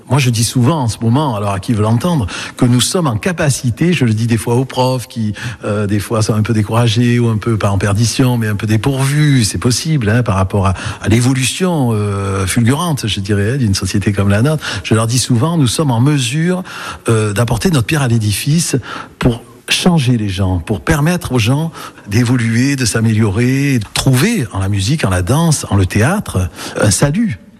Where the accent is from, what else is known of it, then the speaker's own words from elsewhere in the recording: Marseille, Provence-Alpes-Côte d'Azur, France; born there; moved away as an adult; also born or lived in Toulouse; Je suis né à Marseille, j'ai passé 10 ans à Toulouse avant de venir ici, puis dans le golfe de Saint-Tropez aussi avant.